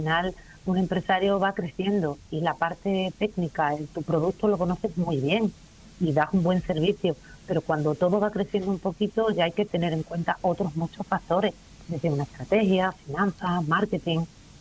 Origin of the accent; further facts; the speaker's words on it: Extremadura, Spain; moved away as an adult; also born or lived in England; yo soy extremeña retornada.